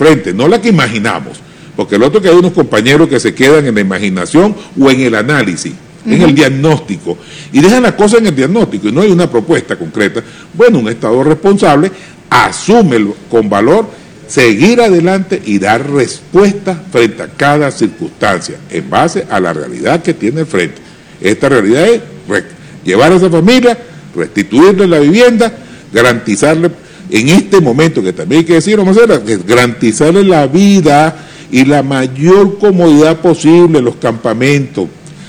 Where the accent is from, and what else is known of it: Venezuela